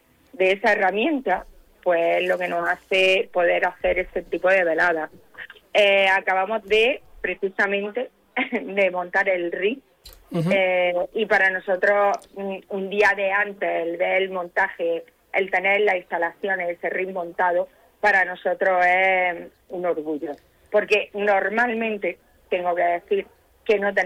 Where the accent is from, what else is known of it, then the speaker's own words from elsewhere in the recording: Almería, Andalusia, Spain; nuestra tierra es una tierra de deportistas, de boxeadores almerienses